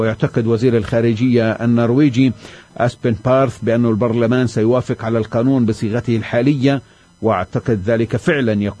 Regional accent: Palestine; أنه إحنا كفلسطينيين تعاملنا مع المستوطنات وعملنا في المستوطنات وفي شق الطرقات

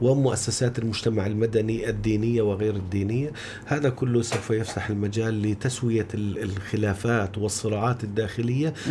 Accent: Palestine; نحن فلسطينيين اليوم عندنا صراع كبير مع المحتل

